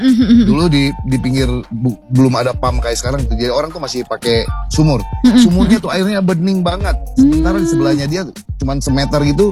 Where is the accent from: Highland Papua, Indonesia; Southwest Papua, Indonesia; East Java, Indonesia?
Southwest Papua, Indonesia; Saya kan besar di Papua ya